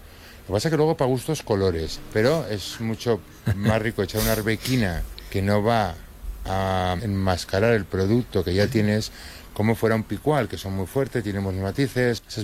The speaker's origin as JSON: {"language": "Spanish", "region": "Navarre", "country": "Spain", "said": "como soy de Navarra y somos bastante tradicionales, me sigue tirando más el rosa barbastro tradicional grande"}